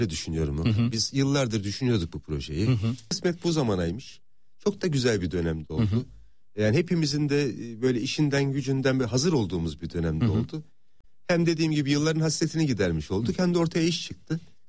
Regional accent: Ankara, Turkey; Tabii canım, Ankara bizim Hı-hı. kökenimiz.

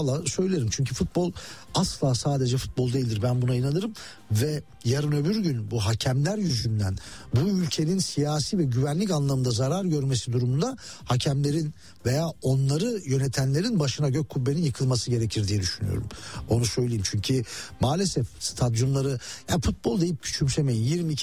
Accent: Muş, Muş Province, Turkey; born there; moved away; Güroymak, Güroymak ha. Bizim Muş sınırına çok yakındır.

